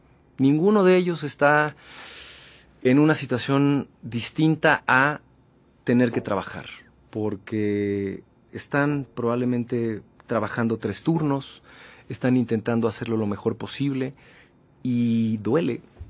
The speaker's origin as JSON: {"language": "Spanish", "country": "Mexico", "said": "Es algo que como mexicano te duele. Te duele ver el dolor de tus paisanos, de tus connacionales"}